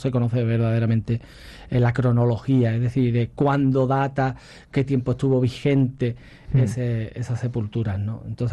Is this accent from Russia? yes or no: no; Cuevas del Becerro, Andalusia, Spain; also born or lived in Ronda; Yo soy de Guadalajara del Becerro, natural de Guadalajara del Becerro, yo estudié el instituto aquí en Ronda